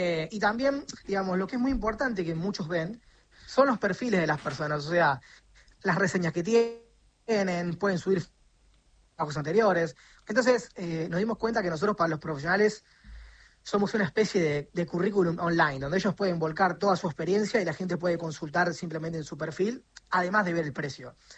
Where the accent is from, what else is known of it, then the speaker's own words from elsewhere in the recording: Córdoba, Argentina; nosotros somos acá de Córdoba, pero ya funciona hace unos meses en Buenos Aires